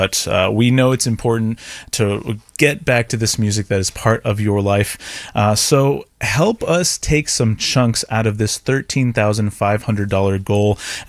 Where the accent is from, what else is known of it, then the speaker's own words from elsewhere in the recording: Texas, United States; born there; now in Central Texas, United States; I was born in South Texas, went to school in East Texas, live in Central Texas.